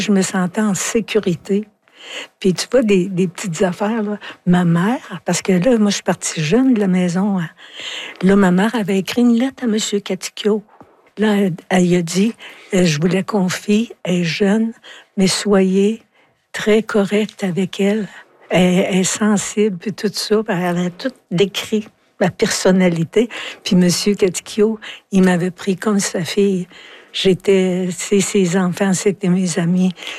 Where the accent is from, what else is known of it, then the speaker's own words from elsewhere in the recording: Quebec, Canada; Mais tu sais, je viens de l'Abitibi